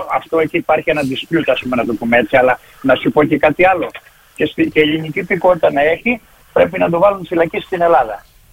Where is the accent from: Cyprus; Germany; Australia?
Australia; Γιατί εδώ πέρα αν είμαι εγώ που είμαι Αυστραλός και είμαι και δεν είμαι επίκος.